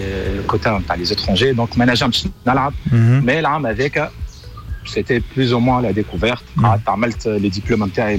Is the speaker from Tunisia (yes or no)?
yes; Tunisia; moved away as an adult; now in France; انا خرجت من تونس